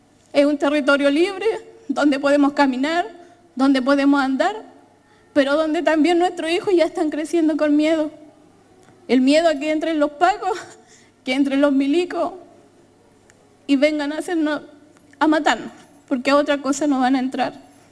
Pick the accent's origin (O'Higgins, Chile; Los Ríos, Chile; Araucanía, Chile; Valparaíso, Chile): Araucanía, Chile; Temucuicui; Me siento orgullosa de ser de Temucuicui